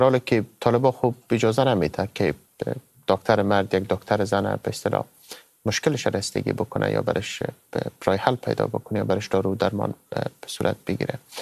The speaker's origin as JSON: {"language": "Persian", "country": "Afghanistan", "said": "ما از افغانستان هستیم"}